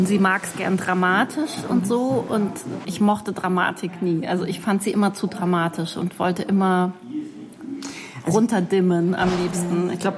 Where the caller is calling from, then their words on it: Cologne, North Rhine-Westphalia, Germany; ich komme ja aus Köln, wie du weißt, und da ist ja Karneval ganz groß.